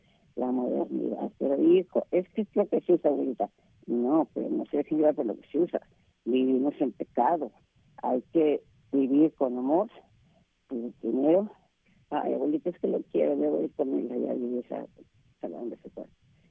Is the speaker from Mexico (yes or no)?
yes; Jalisco, Mexico; moved away; nos criamos allá en Jalisco y pues queremos mucho Guadalajara y a nuestro estado.